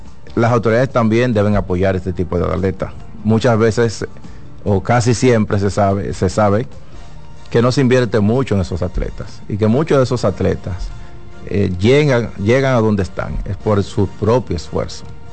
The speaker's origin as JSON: {"language": "Spanish", "country": "Dominican Republic", "said": "nosotros como dominicanos"}